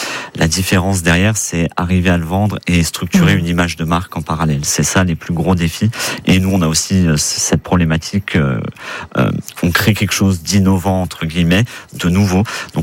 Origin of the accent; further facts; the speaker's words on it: Marignier, Auvergne-Rhône-Alpes, France; Je suis originaire de la vallée de l'Arve. J'ai grandi une grande partie de ma vie à Marigny.